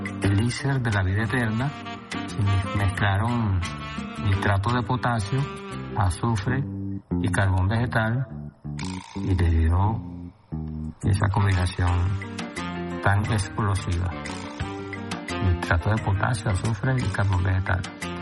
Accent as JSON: {"language": "Spanish", "country": "Venezuela", "said": "como decimos en San José Tenado"}